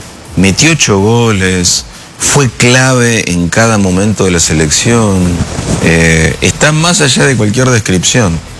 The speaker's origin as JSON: {"language": "Spanish", "country": "Argentina", "said": "el nivel de comunidad que eso genera en mi país es una cosa hermosa"}